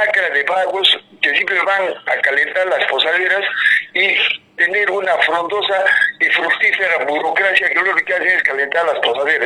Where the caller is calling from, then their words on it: Cusco, Peru; como decimos en mi tierra, el Cusco